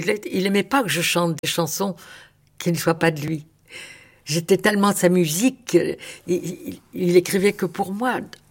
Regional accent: Hauts-de-France, France; accent: Nord; D'abord, me faire perdre mon accent du Nord. Qu'il a fallu que je reprenne.

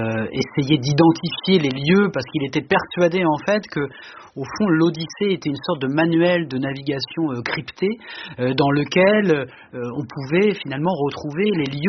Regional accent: Le Havre, Normandy, France; Moi, j'ai grandi au Havre

